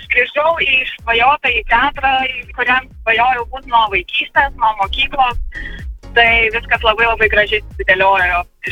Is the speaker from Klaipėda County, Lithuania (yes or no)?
no; Panevėžys County, Lithuania; also born or lived in London; Kalbam apie menus nuo mažo Panevėžio rajono kaimelio iki Londono universiteto ir atgal į Panevėžį.